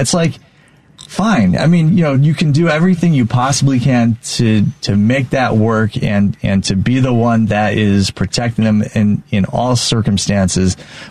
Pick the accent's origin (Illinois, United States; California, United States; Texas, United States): Illinois, United States; Chicago; I'm glad as a Chicagoan that we have more than one set of eyeballs